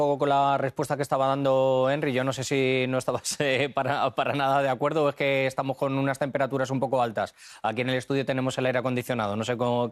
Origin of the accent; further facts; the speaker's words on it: Spain; que yo soy español, o sea que.